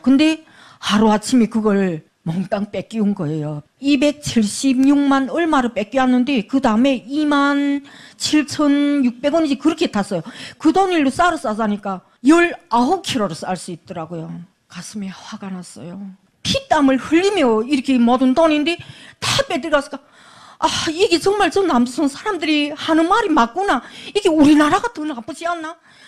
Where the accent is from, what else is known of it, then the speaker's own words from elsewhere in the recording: Ryanggang, North Korea; moved away as an adult; now in South Korea; 북한에 있을 때 중국하고 경계가 있는 양강도 심파구리라는 곳에서 태어났습니다.